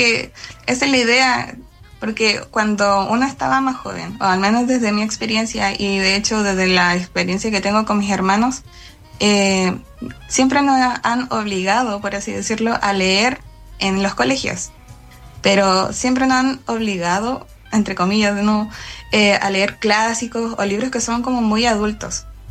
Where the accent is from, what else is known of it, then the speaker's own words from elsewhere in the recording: Chile; me lee gente de Chile y yo como, soy querida en mi país.